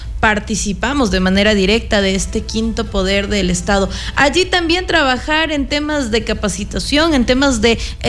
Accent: Ecuador; como ciudadanos ecuatorianos no sabemos de qué se trata este

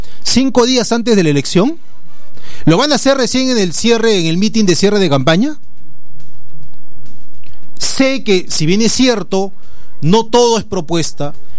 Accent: Tacna, Peru; Los taneños no somos ofensivos.

